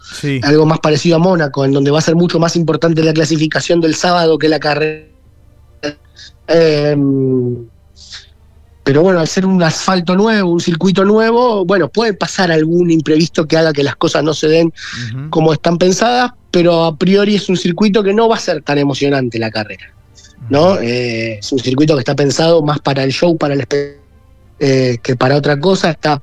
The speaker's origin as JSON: {"language": "Spanish", "country": "Argentina", "said": "nosotros como argentinos"}